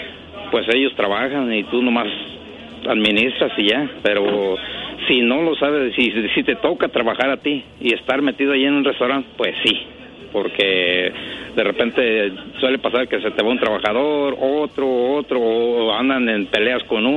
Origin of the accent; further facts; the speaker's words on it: Tingambato, Michoacán, Mexico; moved away as an adult; now in Camp Verde, Arizona, United States; Se llama un pueblito en Michoacán, se llama Tingambato. Está entre Pátzcuaro y Uruapan.